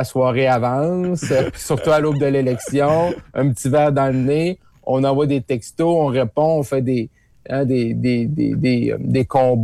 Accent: Roberval, Quebec, Canada; moved away; Oui, moi, je suis originaire de Roberval.

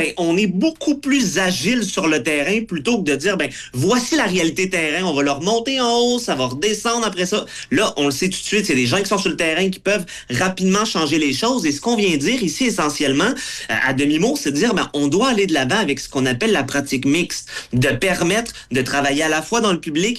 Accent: Quebec, Canada; Et c'est nous, en tant que Québécois, qui pourrions gagner.

